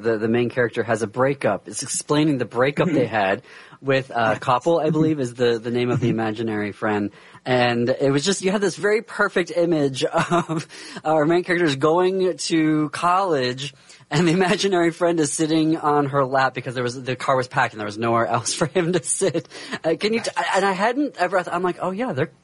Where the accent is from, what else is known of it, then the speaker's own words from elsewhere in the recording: Midwest, United States; as a queer kid growing up in the Midwest and then having, you know, an Armenian family that was across the ocean